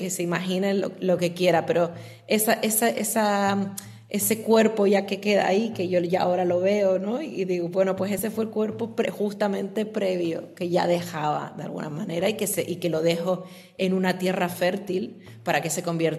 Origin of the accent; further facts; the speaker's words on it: Canary Islands, Spain; siempre estoy yo soy de las Islas Canarias y entonces mis ancestras, pues los ancestros de las Islas Canarias, en Tenerife en concreto, momificaban